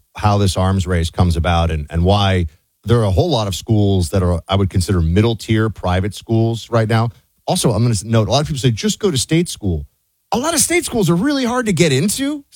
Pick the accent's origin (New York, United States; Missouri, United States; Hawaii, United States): New York, United States; New York City; I grew up in New York at the absolute peak of SAT prep frenzy